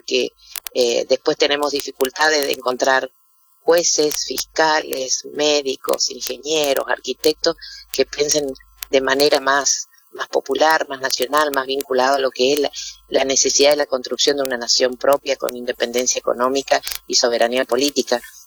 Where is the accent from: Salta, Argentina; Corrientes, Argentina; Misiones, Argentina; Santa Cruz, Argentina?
Corrientes, Argentina; la tierra de Corrientes, que es mi tierra natal.